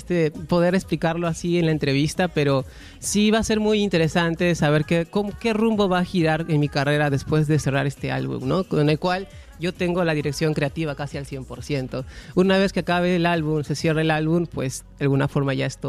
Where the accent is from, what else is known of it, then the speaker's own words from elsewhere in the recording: Peru; siempre seré andino porque somos un país andino, ¿no?